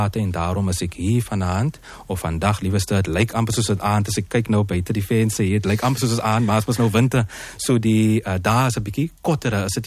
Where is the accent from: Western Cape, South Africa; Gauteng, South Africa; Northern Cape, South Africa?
Western Cape, South Africa; accent: Afrikaaps; ek is meer Afrikaaps en nie noodwendelik Afrikaansie